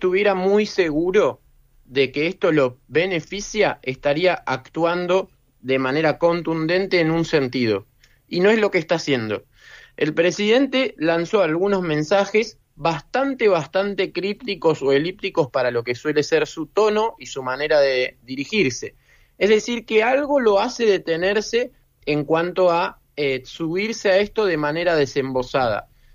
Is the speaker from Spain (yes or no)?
no; Argentina; yo mismo voy a responder como argentino